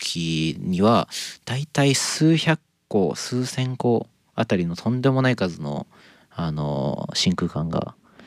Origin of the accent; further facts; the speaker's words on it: Nagano, Japan; 僕の地元長野県だと、まあ、浅間山、